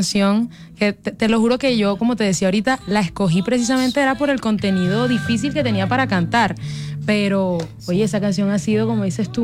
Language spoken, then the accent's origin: Spanish; Fonseca, La Guajira, Colombia; yo soy de Fonseca, la tierra de cantores.